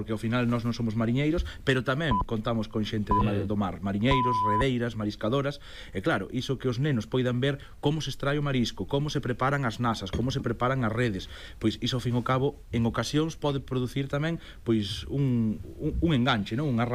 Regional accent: Cedeira, Galicia, Spain; Os que somos de Galicia, que somos galegos, temos o ADN e temos o mar na comida, nos cantos, nas arquitecturas, na nosa maneira de ser

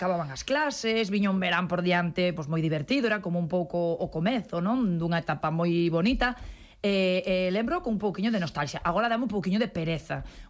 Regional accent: A Coruña, Galicia, Spain; Si, sí, somos coruñesas, Antón, por Dios.

